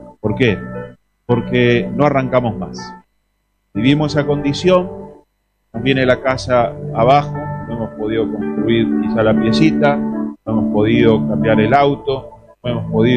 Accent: Argentina; somos racistas los argentinos

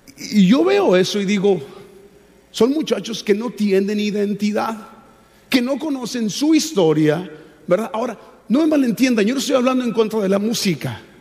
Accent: Mexico; moved away; En nuestro caso somos de México.

